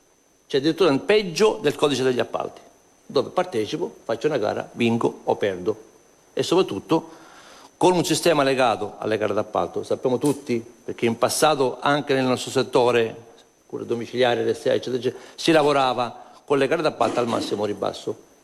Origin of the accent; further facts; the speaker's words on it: Sicily, Italy; La regione Sicilia, noi siamo siciliani